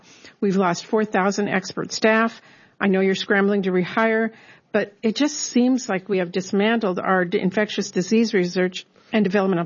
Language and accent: English; Washington, United States; including in my home state of Washington.